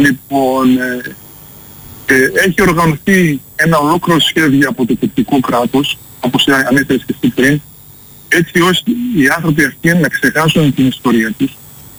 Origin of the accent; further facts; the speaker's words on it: Greece; moved away as an adult; now in Germany; Εγώ είμαι 58 χρονών και έχω το μικρόβιο του Έλληνα επειδή μεγάλωσα στην Ελλάδα και θα ξαναγυρίσω πίσω.